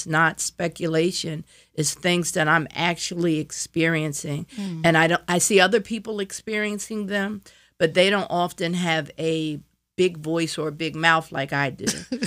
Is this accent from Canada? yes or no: no; Philadelphia, Pennsylvania, United States; I grew up in West Philadelphia, 52nd and Wyalusing, and 60th and Catherine.